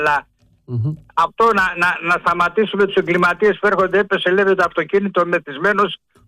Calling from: Piraeus, Attica, Greece; από Πειραιά.

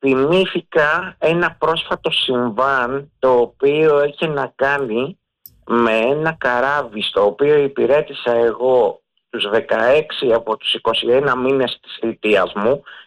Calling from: Aspropyrgos, Attica, Greece; από τον Ασπρόπυργο.

